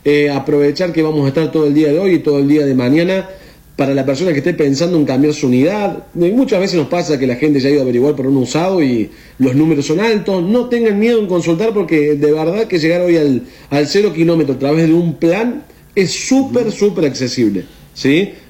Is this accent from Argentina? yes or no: yes; Laboulaye, Córdoba, Argentina; Yo soy oriundo de la Bulalle, inclusive.